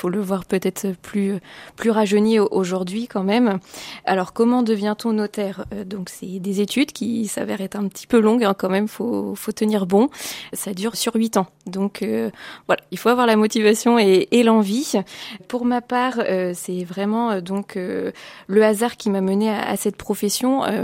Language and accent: French; Pays de la Loire, France; now in Blois, France; Je suis pas originaire du Loir-et-Cher, mais de l'Anjou.